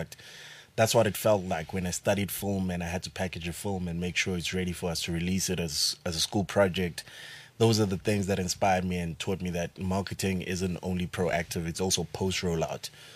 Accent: Soweto, Gauteng, South Africa; I grew up in Soweto.

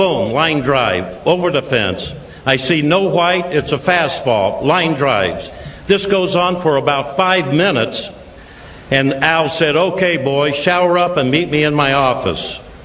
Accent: Selma, California, United States; they formed the first Little League and Babe Ruth Leagues in my hometown of Selma, California.

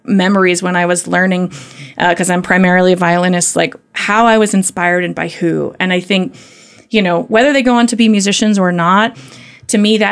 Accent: North Carolina, United States; moved away as an adult; also born or lived in New York City; I grew up in North Carolina.

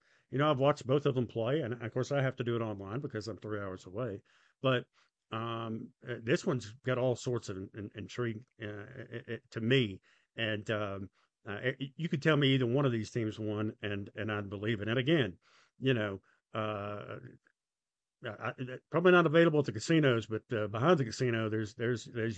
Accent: the South, United States; Look, I'm from the South

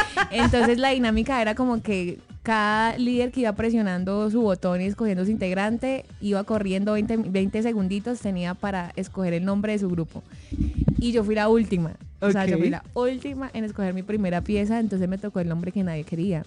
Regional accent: Cali, Valle del Cauca, Colombia; soy señorita Valle. Soy de Cali, representando a Cali, representando a la comuna 21, al distrito del oriente de Cali.

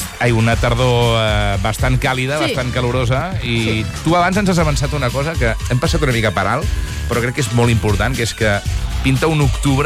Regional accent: Montseny, Catalonia, Spain; Jo que sóc del Montseny, de la zona del Montseny

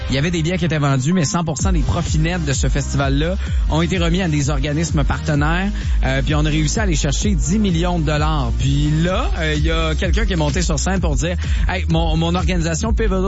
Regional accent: Quebec, Canada

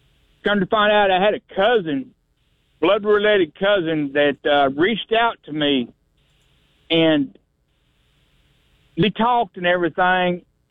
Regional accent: Fort Worth, Texas, United States; born there; I was born in Fort Worth, Texas.

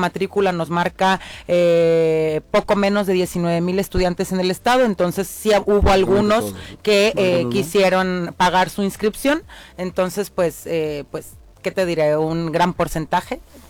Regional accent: Tecomán, Colima, Mexico; now in Colima, Mexico; yo soy de Tecomán, ya adoptada aquí en la ciudad de Colima.

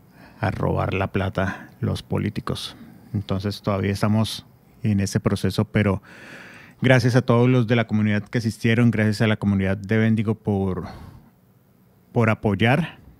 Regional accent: Colombia; En Colombia sí decimos se lució.

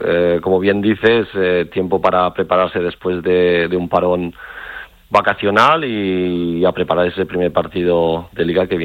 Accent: Catalonia, Spain; moved away; Y todo y que soy catalán, como bien dices, sí que tengo grandes influencias durante estos 20 años de la sociedad escandinava

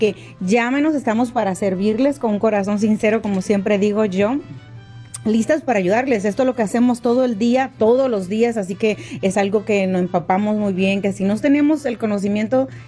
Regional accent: Dominican Republic; moved away; Yo soy dominicana, sí.

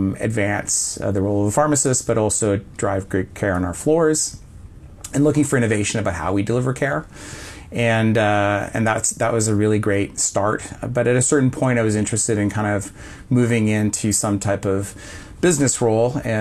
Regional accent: Moncton, New Brunswick, Canada; I grew up in New Brunswick, in Moncton and also northern New Brunswick.

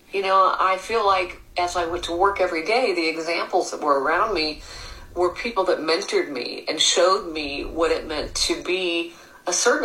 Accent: El Paso, Texas, United States; also born or lived in Lubbock, Texas; I grew up in Lubbock, Texas, and then moved to El Paso, Texas at around 7, and then spent my time here all the way until now.

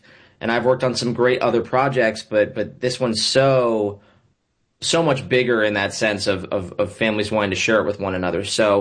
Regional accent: Florida, United States; I grew up in Florida.

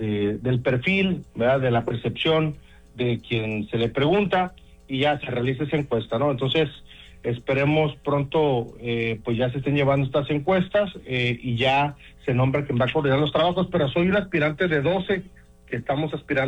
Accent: Tijuana, Baja California, Mexico; nací en Tijuana, soy tijuanense, porque en Tijuana hay quienes somos de nacimiento y otros por adopción

